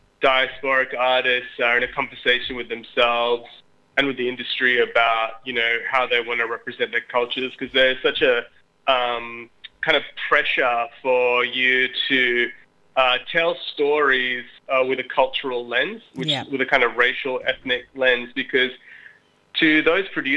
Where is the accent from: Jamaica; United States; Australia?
Australia; displace your own kind of complex experience as an Australian of South Asian heritage and sort of explain and tell the stories of your migrant parents.